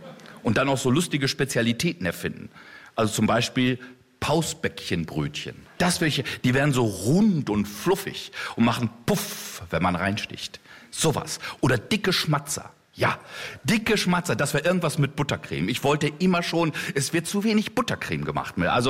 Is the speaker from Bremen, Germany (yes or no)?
no; Osnabrück, Lower Saxony, Germany; Den gab es in meiner Kindheit in Osnabrück. Ich habe ihn geliebt. Die Matschbrötchen von Bäcker Wampe, boah, legendär. Bis weit über Osnabrück bekannt, also bis über die Stadtgrenzen.